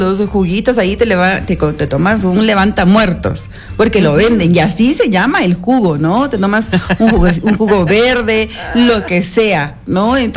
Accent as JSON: {"language": "Spanish", "country": "Ecuador", "moved": "yes", "said": "ahora que estoy aquí en mi país"}